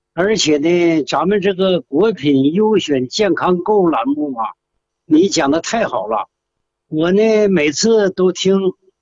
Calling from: Shenyang, Liaoning, China; 我是沈阳的，今年77岁了。

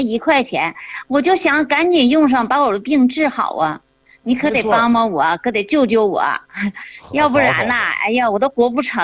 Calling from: Harbin, Heilongjiang, China; 我是哈尔滨的

